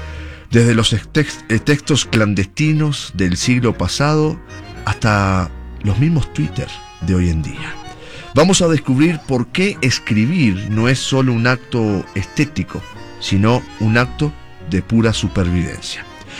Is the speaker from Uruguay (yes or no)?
yes; Uruguay; now in Utah, United States; yo soy uruguayo.